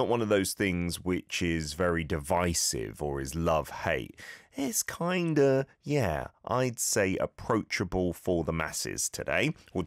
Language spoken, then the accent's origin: English; United Kingdom; now in South Korea; I saw some heat waves in my home country as well, of the UK, and I don't think we were quite as hot here in Korea